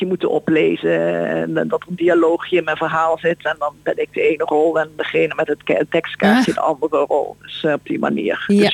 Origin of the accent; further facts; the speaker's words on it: Limburg, Netherlands; now in Amersfoort, Netherlands; Ik ben in Limburg geboren en getogen.